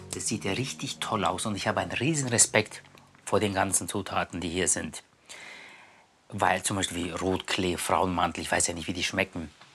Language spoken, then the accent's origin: German; Turkey; moved away; Gebürtig komme ich aus der Türkei. Ich bin in Pago geboren.